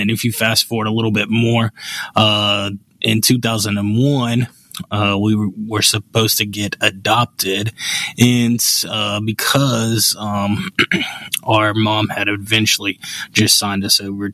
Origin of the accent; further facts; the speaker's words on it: Birmingham, Alabama, United States; so I grew up in West End in Birmingham, and if you know anything about that area, it was a place, it's a place that's not very safe, crime rates high, and just a dangerous area